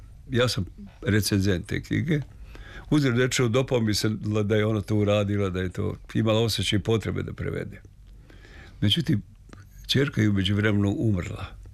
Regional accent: Serbia; to je narodni termin kod nas u Srbiji, se kaže to je prodata duša.

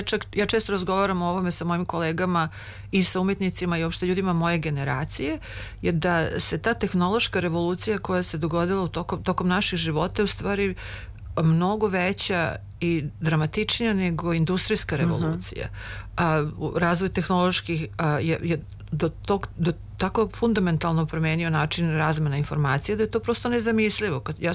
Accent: Belgrade, Serbia; now in United States; Da, ja sam rođena Beograđanka, završila sam osmu Beogradsku gimnaziju koja se sada zove treća.

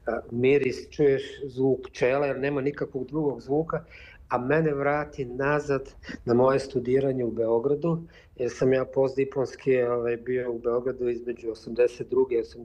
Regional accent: Bihać, Federation of Bosnia and Herzegovina, Bosnia & Herzegovina; ja sam ja rodom iz Bihaća, iz Bosne i Hercegovine

